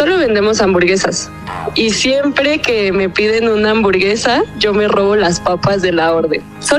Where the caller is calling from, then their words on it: Mexico City, Mexico; De Ciudad de México.